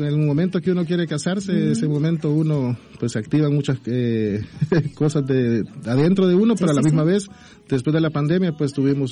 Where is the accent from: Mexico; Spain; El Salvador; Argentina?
El Salvador; Bueno, fíjese que yo soy de El Salvador